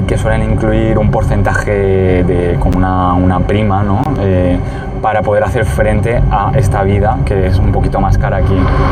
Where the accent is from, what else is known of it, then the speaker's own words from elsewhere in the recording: Madrid, Community of Madrid, Spain; moved away as an adult; also born or lived in Delft, Netherlands; now in Kourou, French Guiana; Soy de Madrid, de Barrio de la Concepción